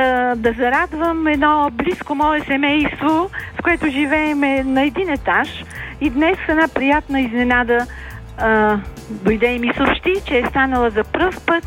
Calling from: Sofia, Sofia City, Bulgaria; от София.

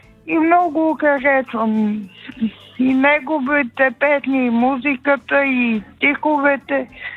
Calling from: Sofia, Sofia City, Bulgaria; от София.

